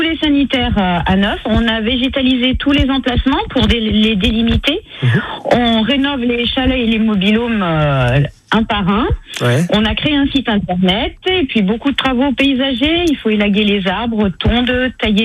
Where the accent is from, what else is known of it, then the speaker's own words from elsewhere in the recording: Saint-Étienne, Auvergne-Rhône-Alpes, France; moved away as an adult; now in Détrier, France; On est stéphanois, on vient de la région stéphanoise.